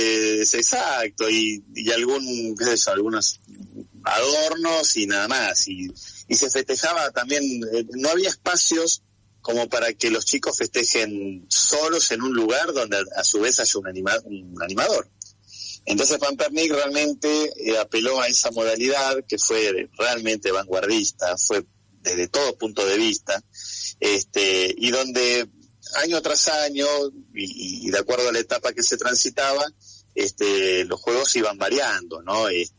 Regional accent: Buenos Aires, Argentina; Yo soy nacido en el año 81, me llevaba mi mamá a comer a ese lugar que para mí era fantástico. Yo soy nacido y criado en Liniers y me iba al local que estaba en Floresta

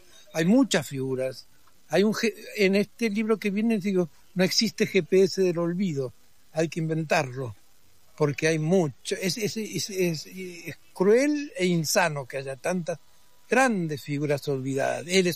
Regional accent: Río Negro, Argentina

